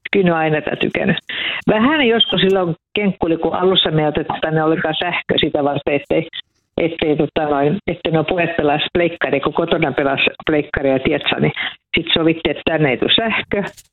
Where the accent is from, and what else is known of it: Vihti, Uusimaa, Finland